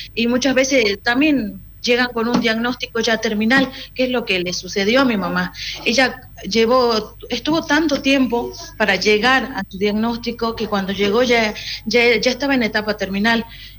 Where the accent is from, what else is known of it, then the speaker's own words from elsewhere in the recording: Santa Victoria Este, Salta, Argentina; moved away as an adult; Bueno, yo soy de la localidad de Santa Victoria Este